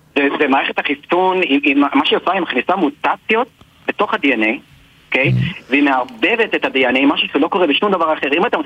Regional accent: Beit Shemesh, Jerusalem District, Israel; אני נולדתי, גדלתי בבית שמש, להורים אמריקאים.

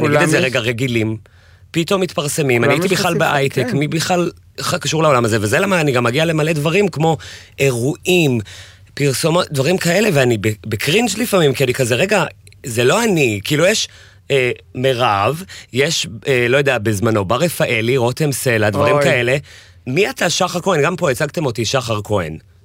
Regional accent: Jerusalem, Jerusalem District, Israel; אני ירושלמי

